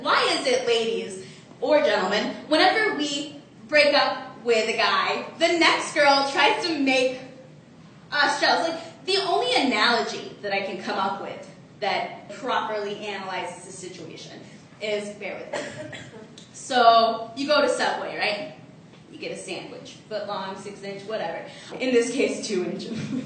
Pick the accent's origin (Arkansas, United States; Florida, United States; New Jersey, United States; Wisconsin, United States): Arkansas, United States